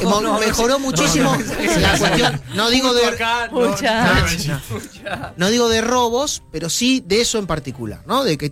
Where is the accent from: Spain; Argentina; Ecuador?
Argentina; Buenos Aires; En la calle donde yo nací, jugaba en la calle, en un barrio de acá, de Capital, sí, Federal.